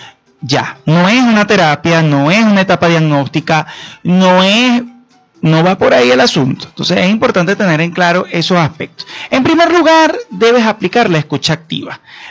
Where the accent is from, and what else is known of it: Venezuela